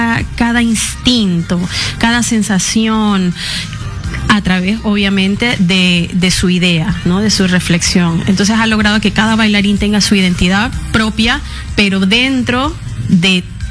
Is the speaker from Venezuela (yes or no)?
yes; Venezuela; now in Peru; soy venezolana.